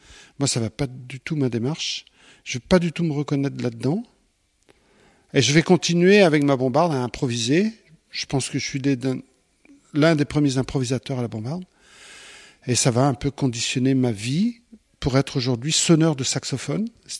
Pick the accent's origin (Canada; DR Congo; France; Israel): France; Brittany; moved away; Les petites villes s'appellent des bourgs chez nous, parce que je viens de Bretagne.